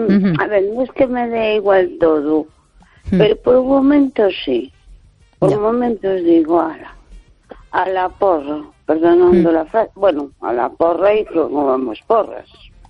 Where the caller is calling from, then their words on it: A Coruña, Galicia, Spain; Hola, buenas noches. … de Coruña.